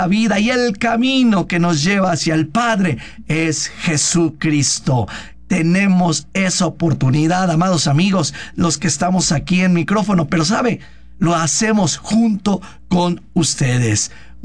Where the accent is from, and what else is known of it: Mexico